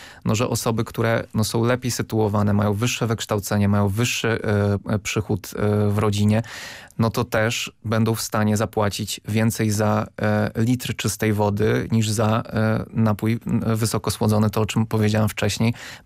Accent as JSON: {"language": "Polish", "region": "Lublin Voivodeship", "country": "Poland", "moved": "yes", "said": "Ja pochodzę z niedużego miasta na Lubelszczyźnie"}